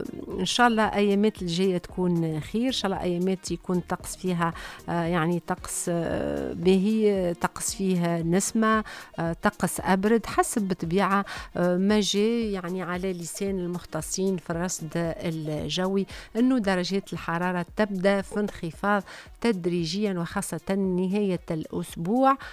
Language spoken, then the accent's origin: Arabic; Tunisia; بلادنا تونس